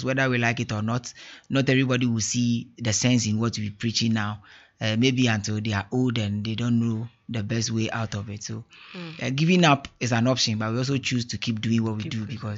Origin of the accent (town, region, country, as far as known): Ghana